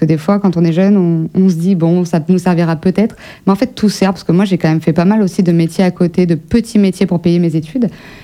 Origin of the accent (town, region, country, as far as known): Périgueux, Nouvelle-Aquitaine, France; born or raised there